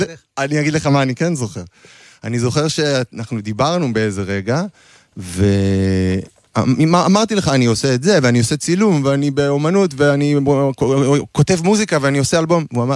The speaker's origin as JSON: {"language": "Hebrew", "town": "Jerusalem", "region": "Jerusalem District", "country": "Israel", "said": "וגם כי אנחנו ירושלמים."}